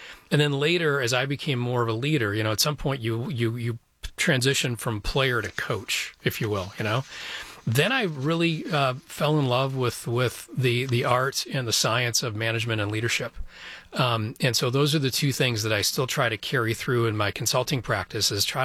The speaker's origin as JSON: {"language": "English", "town": "DeWitt", "country": "United States", "tie": "born or raised there", "said": "But so I grew up in DeWitt."}